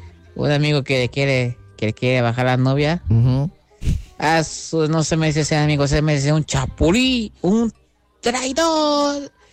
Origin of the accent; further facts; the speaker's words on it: Acultzingo, Veracruz, Mexico; born there; moved away; Maya inicia la feria de mi pueblito querido Acutzingo, Veracruz.